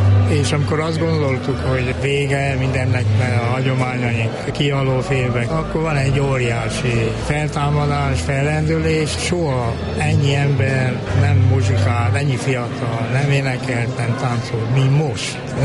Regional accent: Harghita, Romania; Ugye én a Csíki székely vagyok

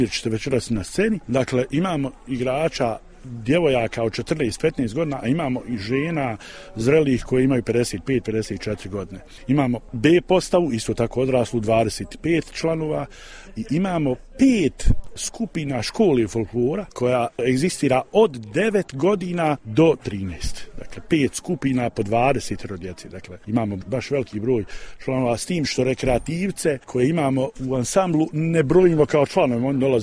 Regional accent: Olovo, Federation of Bosnia and Herzegovina, Bosnia & Herzegovina; Mi dolazimo iz Olova, odakle su porijeklom Bošnjaci, Katolici, Hrvati.

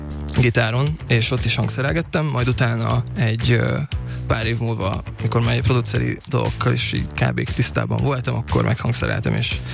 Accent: Nyíregyháza, Szabolcs-Szatmár-Bereg, Hungary; born or raised there

